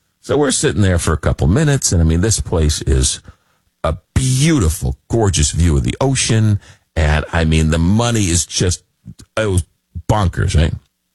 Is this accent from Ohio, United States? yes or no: no; Long Island, New York, United States; born or raised there